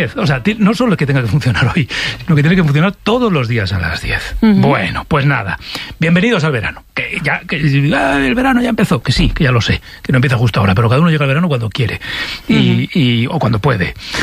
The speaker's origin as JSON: {"language": "Spanish", "region": "Navarre", "country": "Spain"}